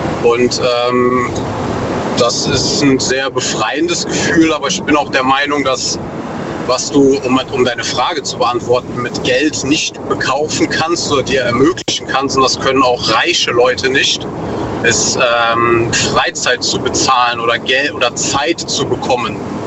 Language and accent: German; North Rhine-Westphalia, Germany; Aus der Eifel, NRW.